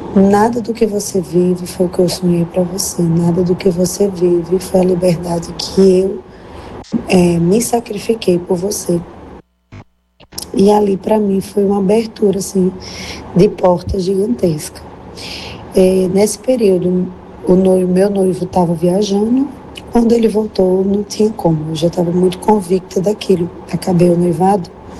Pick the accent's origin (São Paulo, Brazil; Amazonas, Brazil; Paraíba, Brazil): Paraíba, Brazil; João Pessoa; sou de João Pessoa, na Paraíba, sou irmã religiosa, tenho 35 anos